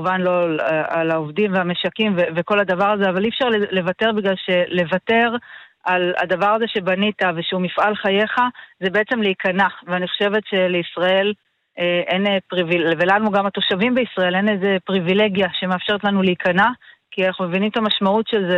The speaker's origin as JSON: {"language": "Hebrew", "region": "Southern Israel", "country": "Israel"}